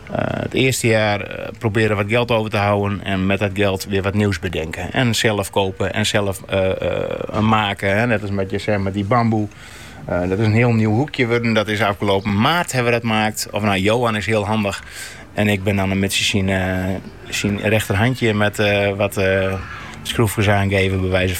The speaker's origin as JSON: {"language": "Dutch", "town": "Sneek", "region": "Friesland", "country": "Netherlands", "tie": "born or raised there", "also_born_or_lived": "IJsbrechtum", "said": "Kijk, ik kom uit Sneek. En ik ben geboren in Iesbrechtum en op mijn 7e naar Sneek verhuisd. Maar Iesbrechtum, dat is eigenlijk Sneek."}